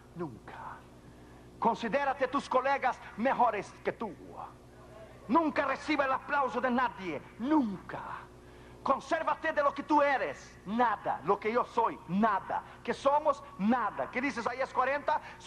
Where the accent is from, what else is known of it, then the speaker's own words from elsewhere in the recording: Brazil; Spanish is a second language; now in United States; Yo soy brasileño